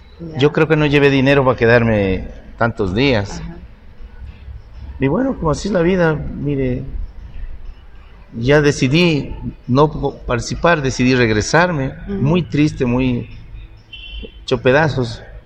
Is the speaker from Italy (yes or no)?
no; Ecuador; solo de mi pueblo a Ibarra eran como 3 horas, de Ibarra a Quito eran como 12 horas, de Quito a Guayaquil eran como un día y una noche